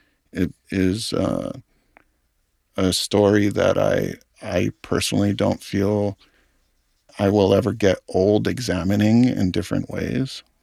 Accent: Hawaii, United States; I always sort of compartmentalized my upbringing and my culture and growing up in Hawaii as sort of a separate thing than my experience as a filmmaker

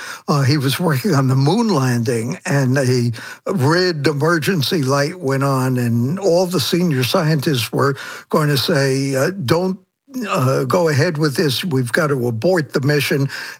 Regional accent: Brooklyn, New York, United States; born or raised there

